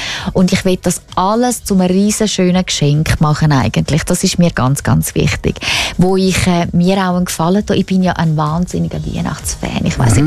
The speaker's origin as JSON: {"language": "German", "town": "Davos", "region": "Graubünden", "country": "Switzerland", "tie": "born or raised there", "moved": "yes", "said": "Aber ich bin im Bündnerland in Davos aufgewachsen. Und das ist natürlich nicht das Gleiche. Man vermisst das auch."}